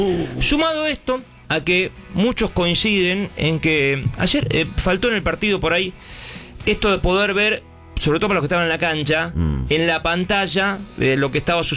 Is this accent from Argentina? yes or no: yes; Argentina; No porque somos argentinos ni nada, pero.